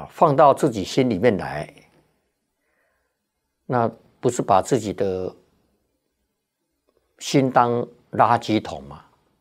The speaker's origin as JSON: {"language": "Chinese", "country": "China"}